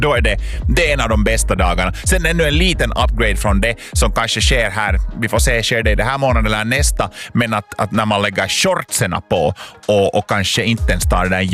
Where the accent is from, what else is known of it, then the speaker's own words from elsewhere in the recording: Finland; Kouvola är en stad, många tycker att det är lite dyster stad, men att det är en stad som är närmast min hemby, eller det är ju Lovisa och Borgo också nära